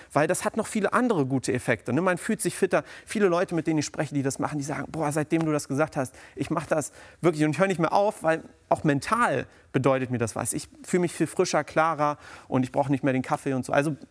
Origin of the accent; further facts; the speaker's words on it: East Germany, Germany; moved away; Also wir kommen ursprünglich aus Ostdeutschland, aber sind nach der Wende rübergezogen nach Westdeutschland, weil meine Eltern dort Arbeit gefunden haben.